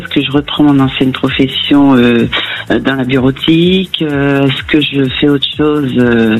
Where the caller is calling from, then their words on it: Dax, Nouvelle-Aquitaine, France; Moi, je vous appelle des Landes, une petite ville qui s'appelle Dax.